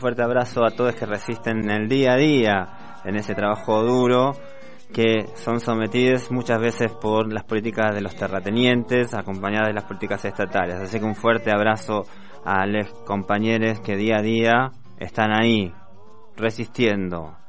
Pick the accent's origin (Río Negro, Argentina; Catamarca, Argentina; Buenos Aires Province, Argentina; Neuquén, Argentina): Buenos Aires Province, Argentina; Moreno; provengo de Buenos Aires, de la tierra morenense, de Moreno, de la provincia de Buenos Aires